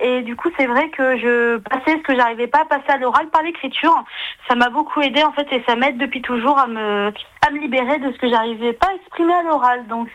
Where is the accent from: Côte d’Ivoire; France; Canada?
France; Auvergne-Rhône-Alpes; now in Moulins, France; j'ai 24 ans, j'aurai 25 ans en décembre. Je suis originaire de Maudusson dans l'Allier et je vis sur Moulins.